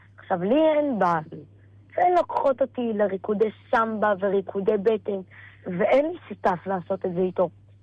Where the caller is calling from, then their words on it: Petah Tikva, Central District, Israel; אני מפתח תקווה.